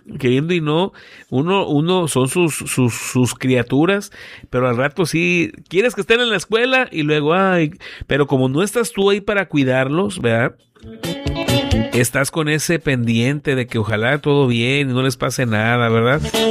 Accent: Colima, Mexico; Yo soy de aquí de Colima

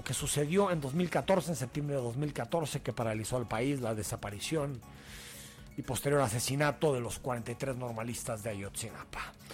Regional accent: Mexico

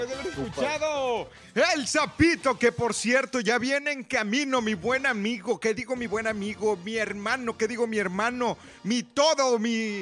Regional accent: Cancún, Quintana Roo, Mexico; ¿Quién? ¡Ah, soy yo, el de Cancún!

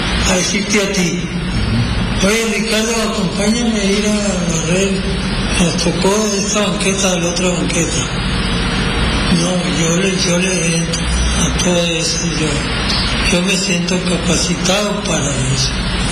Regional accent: Oquitoa, Sonora, Mexico; born there; also born or lived in Altar, Sonora / Caborca, Sonora; now in Puerto Peñasco, Mexico; Yo soy de Oquitoa, Sonora. Yo nací en 1950 en de ahí lo vinimos a altar

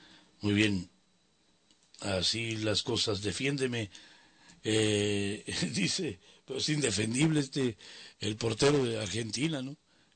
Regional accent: Mexicali, Baja California, Mexico; Para los que somos de Mexicali

